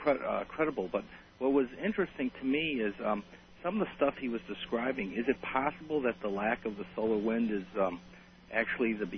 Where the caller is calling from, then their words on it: Houston, Texas, United States; I listen on KTRH 740 in Houston.